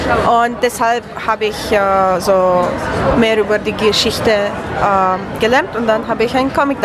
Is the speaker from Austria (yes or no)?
no; Romania; German is a second language; now in Berlin, Germany; ich bin aus Rumänien